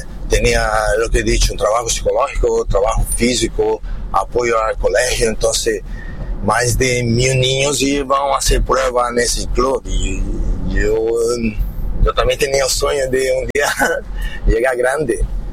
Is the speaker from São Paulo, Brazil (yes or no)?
yes; São Paulo, Brazil; moved away; yo soy de São Paulo, ¿no? Capital de Brasil, donde prácticamente mueve la economía de Brasil.